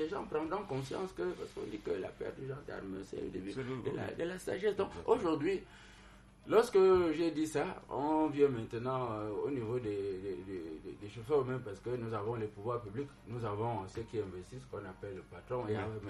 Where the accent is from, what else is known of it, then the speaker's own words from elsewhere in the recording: Cameroon; nous sommes Camerounais.